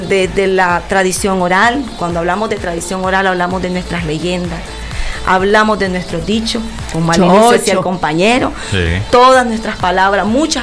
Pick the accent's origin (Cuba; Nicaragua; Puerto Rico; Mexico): Nicaragua; al final todos somos nicaragüenses.